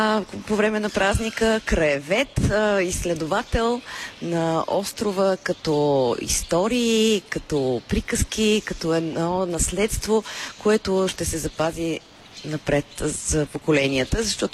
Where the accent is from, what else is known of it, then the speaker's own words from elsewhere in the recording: Sofia, Sofia City, Bulgaria; въпреки че съм от София.